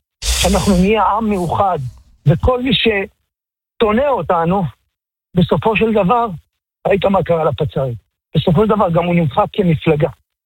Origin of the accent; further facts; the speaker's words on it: Tiberias, Northern District, Israel; אני זוכר את זה בתור טבריאני.